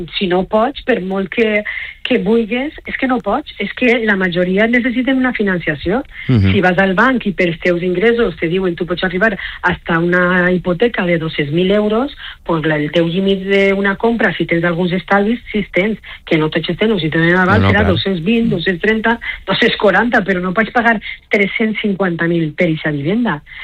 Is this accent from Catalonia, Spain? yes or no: no; Valencian Community, Spain; Jo soc de la Ribera